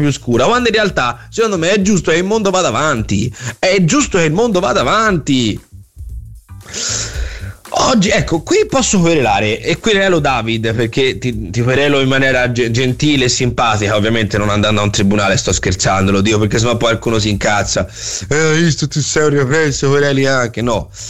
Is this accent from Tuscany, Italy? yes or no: yes; Florence, Tuscany, Italy; now in Milan, Italy; io sono un emigrato, perché anch'io sono emigrato da Firenze.